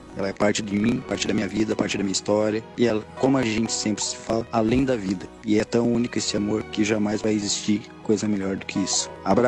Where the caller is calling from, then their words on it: Lages, Santa Catarina, Brazil; aquele de Lages.